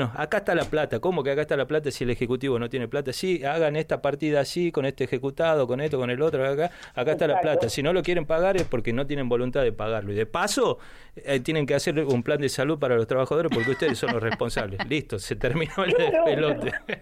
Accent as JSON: {"language": "Spanish", "country": "Argentina", "said": "sobre todo en un país como Argentina, que históricamente hemos sido productores culturales, ¿no? Un faro en Latinoamérica, Silvio."}